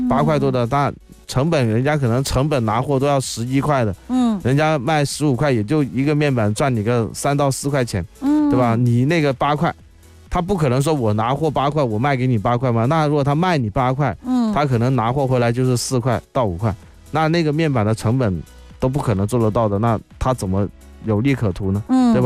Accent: Guangdong, China; 我们广东话经常说便宜冇好嘢

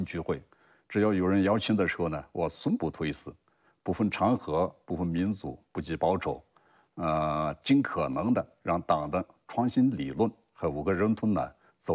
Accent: Xunhua, Qinghai, China; 我生在循华，长在循华，

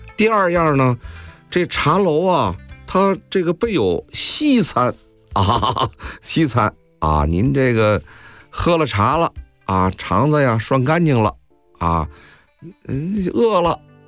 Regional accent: Beijing, China; 也就是我们北京人说的是茶钱

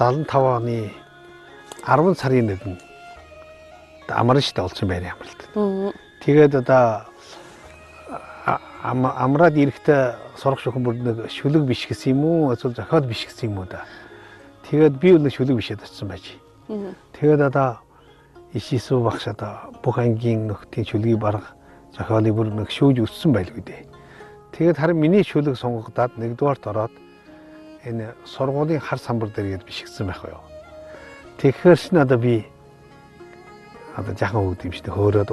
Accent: Bayanburd, Inner Mongolia, China; born there; Энэ Хуучин Баг хашууны Хөхнөр сумны Баянбүрд гачаа гэдэг газар энд идэв.

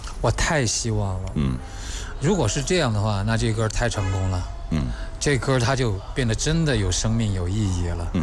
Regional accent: Guizhou, China; 其实我们贵州其实是最早的一个移民城市，

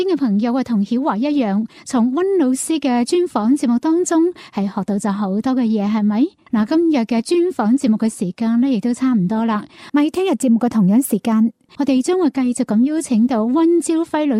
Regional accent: Lingnan, China; 亦都系好能够体现我哋岭南人嘅嗰种比较注重同大自然融为一体

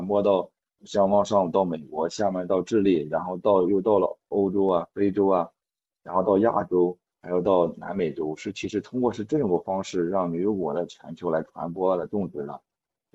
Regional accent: China

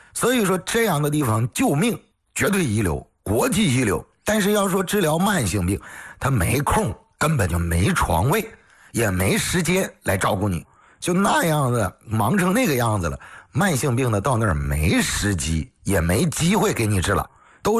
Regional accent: Northeast China, China; accent: Northeastern Mandarin; 用咱们老家的一句话来讲，开玩笑一样的吗？是不是？东北话来讲，这不有点扯吗？

